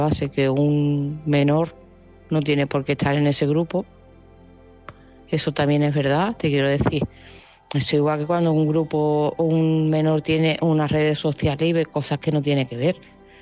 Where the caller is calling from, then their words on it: Seville, Andalusia, Spain; de Sevilla.